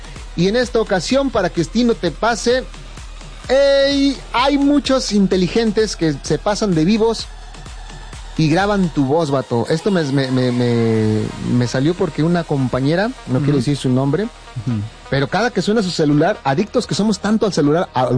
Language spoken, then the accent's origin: Spanish; Aguascalientes, Mexico; No, soy de aquí de Aguascalientes, el chupacabras.